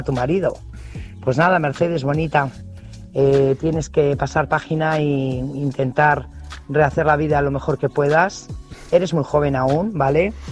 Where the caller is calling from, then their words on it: Burgos, Castile and León, Spain; corresponsal de Burgos.